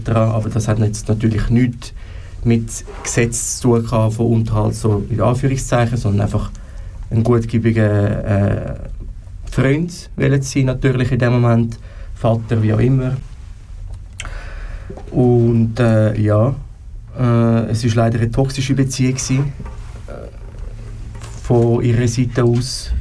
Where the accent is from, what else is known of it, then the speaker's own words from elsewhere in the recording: Zurich, Switzerland; Ich bin wohnhaft in Zürich, in der Stadt Zürich aufgewachsen. Ich bin selber nur mit meiner Mutter aufgewachsen damals.